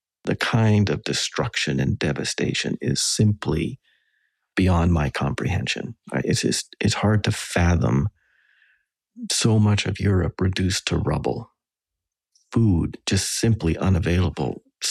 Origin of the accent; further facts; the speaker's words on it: Western Canada, Canada; because I grew up with him in Western Canada.